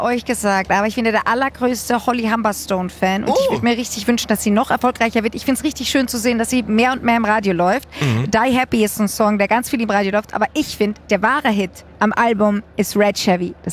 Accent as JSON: {"language": "German", "region": "Carinthia", "country": "Austria", "lives_now": "Gmeineck, Austria", "said": "Also generell der Millstätter See, da wo ich herkomme, ist richtig schön."}